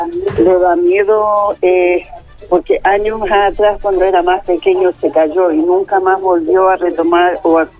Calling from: San Vicente, Chile; De acá de San Vicente.

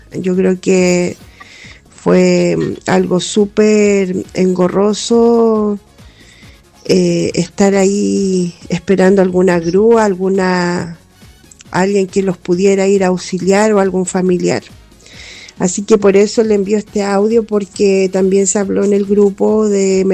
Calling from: San Vicente de Tagua Tagua, O'Higgins, Chile; yo soy de la Avenida del Cristo.

